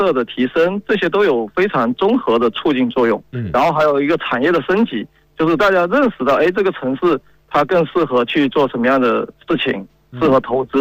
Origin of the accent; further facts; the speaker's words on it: Guangdong, China; 正好我是广东人，所以我对早茶是这个很有那个很亲切的啊。